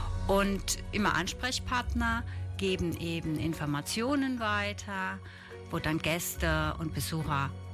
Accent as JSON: {"language": "German", "town": "Leinsweiler", "region": "Rhineland-Palatinate", "country": "Germany", "tie": "born or raised there", "said": "Da kann ich eben auf meinen Heimatort Leinsweiler schauen. Da geht mein Herzchen immer auf."}